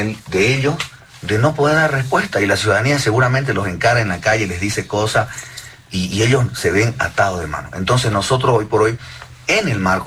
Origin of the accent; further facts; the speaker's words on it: Bolivia; yo creo que lo más sincero y sensato que podemos hacer como bolivianos es, pues, dicen, ¿no?